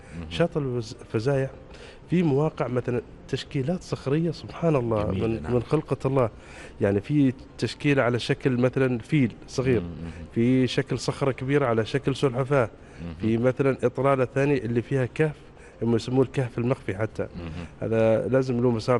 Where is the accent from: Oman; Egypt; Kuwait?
Oman; Dhofar; نحن كشعب عماني